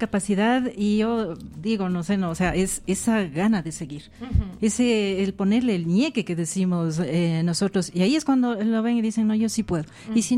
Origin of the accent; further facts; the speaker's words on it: Bolívar, Ecuador; moved away; yo también vengo de provincia, yo soy de la provincia de Bolívar